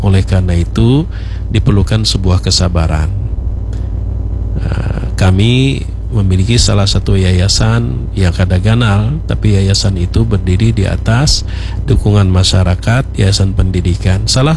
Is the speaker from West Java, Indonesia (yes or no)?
no; Banjar, South Kalimantan, Indonesia; kita orang Banjar